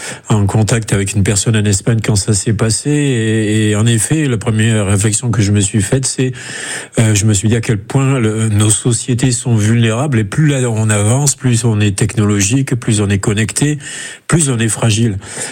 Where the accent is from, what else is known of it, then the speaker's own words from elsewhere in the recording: France; Moi, je suis français.